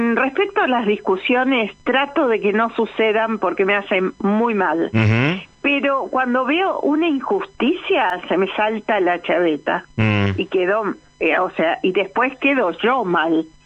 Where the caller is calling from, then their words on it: Acassuso, Buenos Aires Province, Argentina; de Agassuso.